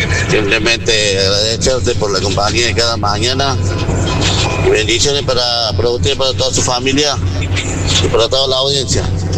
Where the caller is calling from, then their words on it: Córdoba, Argentina; repartidor de la panadería Traesteri, de acá de Córdoba.